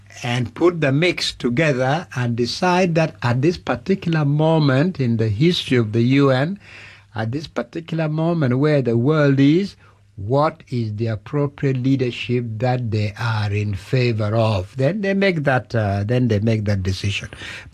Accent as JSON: {"language": "English", "country": "Uganda"}